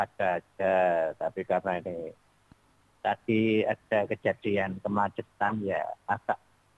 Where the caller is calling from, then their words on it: Surakarta, Central Java, Indonesia; Kalau untuk daerah saya, daerah Solo